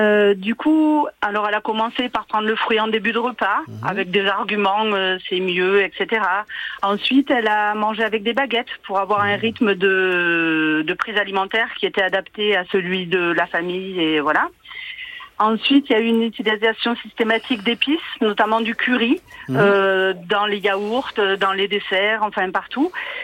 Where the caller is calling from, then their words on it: Provence-Alpes-Côte d'Azur, France; J'appelle des Hautes-Alpes.